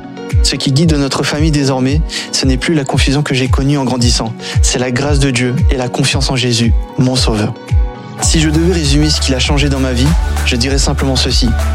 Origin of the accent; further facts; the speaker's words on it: Réunion; j'ai 25 ans, je viens de l'île de La Réunion. La Réunion est une île multiculturelle où tradition et religion se mêlent étroitement à notre population.